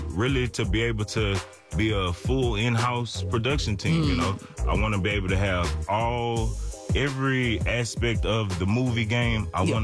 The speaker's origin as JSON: {"language": "English", "region": "Louisiana", "country": "United States", "said": "I'm actually from Louisiana, so, you know, I kind of brought my little Louisiana vibe to it as well."}